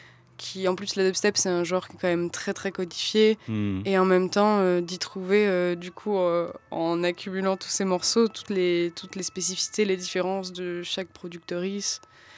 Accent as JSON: {"language": "French", "town": "Toulouse", "region": "Occitanie", "country": "France", "said": "moi je viens de Toulouse et à Toulouse il y a eu une très très grosse importation de la musique UK"}